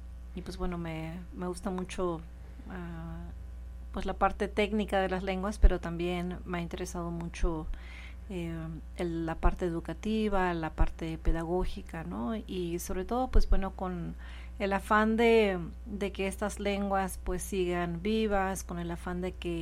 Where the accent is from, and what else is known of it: Oaxaca, Mexico; born there; also born or lived in Santa Catarina Juquila